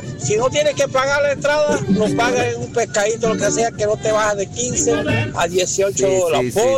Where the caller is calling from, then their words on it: Ocú, Herrera, Panama; yo soy de Ocun